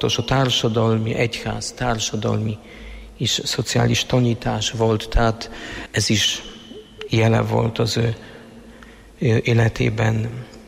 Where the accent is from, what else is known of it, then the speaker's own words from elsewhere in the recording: Poland; now in Hungary; lengyel vagyok, bevallom, vagy már most félig magyar